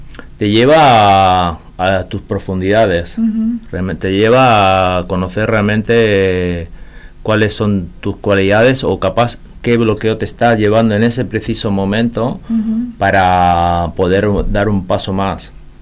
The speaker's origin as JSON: {"language": "Spanish", "town": "Posadas", "region": "Misiones", "country": "Argentina", "tie": "born or raised there", "also_born_or_lived": "Barcelona, Spain", "said": "Bueno, soy español, nacido en español, pero en España, Barcelona. Pero de pequeño mis padres hicieron una aventura y con 8 años viví 11 años aquí en Posada."}